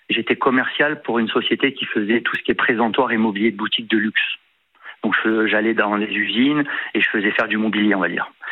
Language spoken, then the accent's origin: French; Aix-en-Provence, Provence-Alpes-Côte d'Azur, France; après moi je viens de Aix-en-Provence au départ.